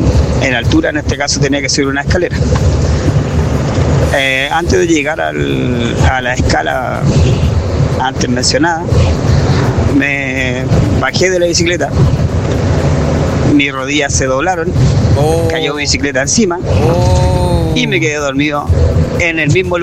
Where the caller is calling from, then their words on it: Viña del Mar, Valparaíso, Chile; de Viña. Aquí vamos rumbo a Petorca a realizar mi trabajo.